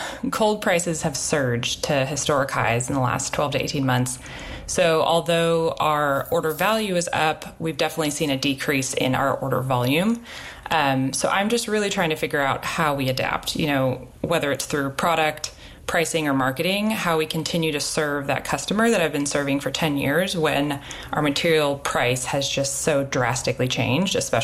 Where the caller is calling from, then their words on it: Nashville, Tennessee, United States; I'm calling from Nashville, Tennessee.